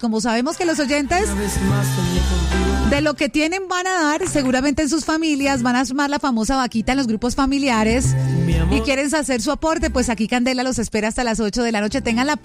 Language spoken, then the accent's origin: Spanish; Colombia; Porque esos somos los colombianos, echado para adelante.